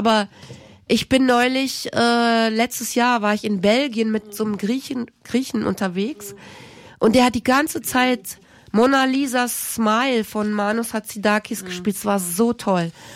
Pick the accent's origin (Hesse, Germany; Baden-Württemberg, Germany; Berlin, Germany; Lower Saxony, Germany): Lower Saxony, Germany; Dabei ist ja meine Heimat Niedersachsen. Da haben wir ja nichts, ne, oder?